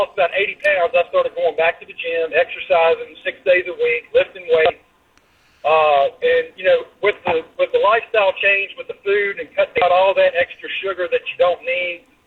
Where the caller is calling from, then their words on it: Virginia, United States; I'm in Southwest Virginia